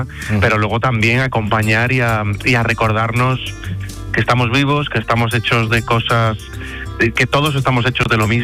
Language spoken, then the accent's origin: Spanish; Seville, Andalusia, Spain; moved away; tengo muchas ganas de volver a mi tierra, de volver a Sevilla